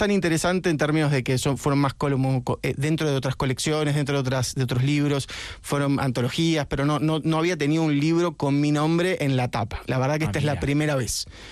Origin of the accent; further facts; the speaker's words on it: Argentina; como argentino que siempre pude entrar en Chile